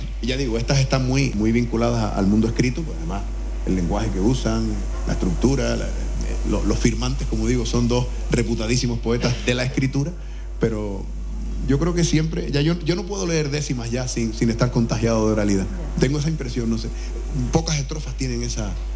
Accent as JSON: {"language": "Spanish", "town": "Artenara", "region": "Canary Islands", "country": "Spain", "tie": "born or raised there", "said": "unos compañeros míos, entre los que está José Miguel Pereira, estuvo por mi pueblo de Artenara"}